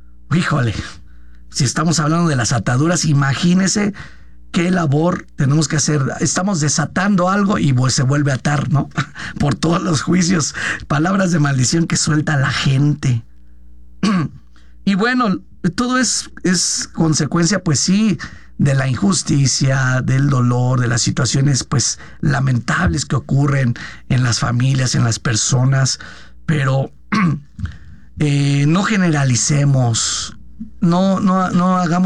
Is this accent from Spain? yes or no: no; Mexico